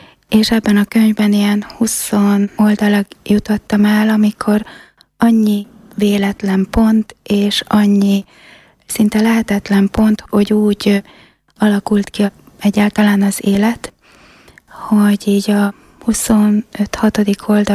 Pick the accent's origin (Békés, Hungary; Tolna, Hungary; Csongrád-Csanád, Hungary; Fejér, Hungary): Békés, Hungary; Szarvas; moved away as an adult; also born or lived in Budapest; now in Zsámbék, Hungary; Szarvason születtem, egy nagyon szerető családban. Édesanyám és édesapám már hitem szerint a mennyben van. Egy húgommal élünk itt a földön. Idén leszek 60 éves.